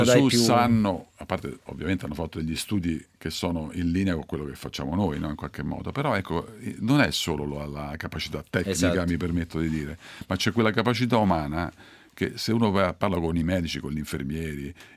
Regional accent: Rocca di Papa, Lazio, Italy; io sono di Rocca di Papa, sì, un paesino dei Castelli Romani.

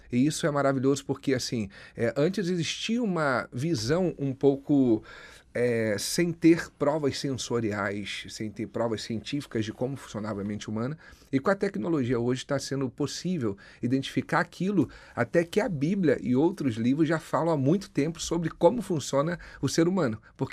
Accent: Rio de Janeiro, Brazil; padrões daquilo que eu vi no local que eu cresci. Eu sou do Rio de Janeiro

